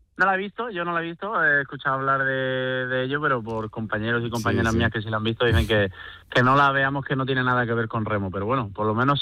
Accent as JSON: {"language": "Spanish", "town": "Torrevieja", "region": "Valencian Community", "country": "Spain", "tie": "born or raised there", "said": "yo empecé a remar en mi ciudad natal, en Torrevieja."}